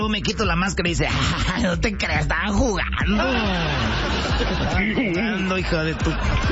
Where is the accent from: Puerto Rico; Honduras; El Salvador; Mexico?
Mexico; Michoacán; Yo soy de Michoacán.